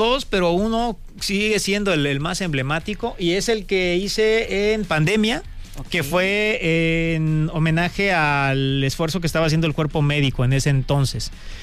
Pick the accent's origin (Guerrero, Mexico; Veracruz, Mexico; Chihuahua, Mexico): Guerrero, Mexico; Coyuquilla Norte; Y fue en mi pueblo, Coyuquilla Norte, un pueblo hermosísimo en la Costa Grande, aquí del estado de Guerrero, perteneciente al municipio de Petotlán